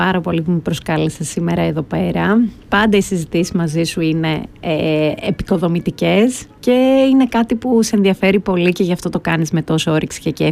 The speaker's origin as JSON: {"language": "Greek", "town": "Drama", "region": "Eastern Macedonia and Thrace", "country": "Greece", "tie": "born or raised there", "also_born_or_lived": "Thessaloniki", "moved": "as an adult", "lives_now": "Drama, Greece", "said": "όπως είπες, κατάγομαι από τη Δράμα, έζησα όλα μου τα παιδικά και εφηβικά χρόνια εκεί. Ήρθα στη Θεσσαλονίκη όταν ήμουν 18 χρονών για σπουδές και μετά ουδέν μονιμότερο του προσωρινού."}